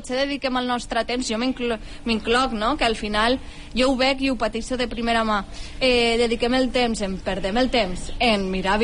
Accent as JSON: {"language": "Catalan", "region": "Valencian Community", "country": "Spain", "said": "soc valenciana"}